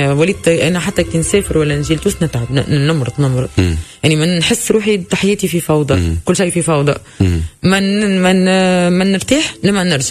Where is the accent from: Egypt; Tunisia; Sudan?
Tunisia; moved away as an adult; now in South Korea; انا كتونسيه معناها كتونسيه